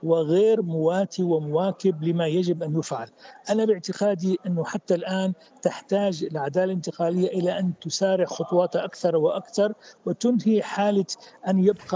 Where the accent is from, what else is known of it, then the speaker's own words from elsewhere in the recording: Syria; التي نعاني منها جميعا كسوريين،